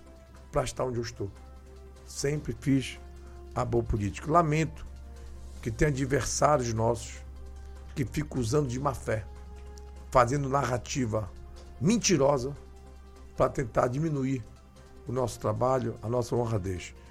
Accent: Oriximiná, Pará, Brazil; a minha cidade natal, Ximiná

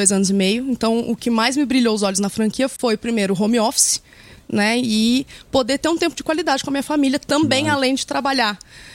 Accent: São José dos Campos, São Paulo, Brazil; also born or lived in Japan / Germany; Eu sou de São José dos Campos e morei um ano no Japão.

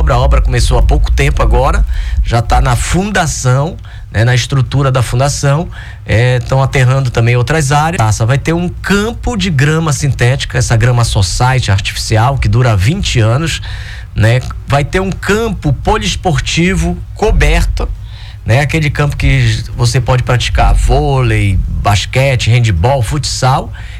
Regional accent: Tucuruí, Pará, Brazil; now in Belém, Brazil; eu sou do sul do Pará, tá? A minha família é de Tucuruí.

